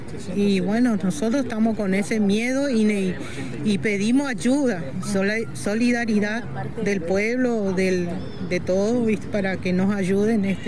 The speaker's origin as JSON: {"language": "Spanish", "town": "Ñandecocué", "region": "Misiones", "country": "Argentina", "said": "soy campesina de Ñandecocué."}